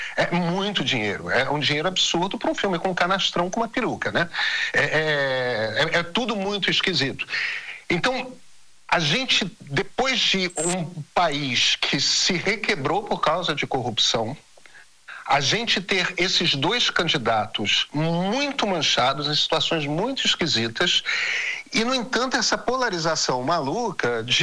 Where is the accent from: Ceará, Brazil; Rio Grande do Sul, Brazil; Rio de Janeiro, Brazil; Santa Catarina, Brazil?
Rio de Janeiro, Brazil; Eu fui criado em Copacabana. Ali na Avenida Atlântica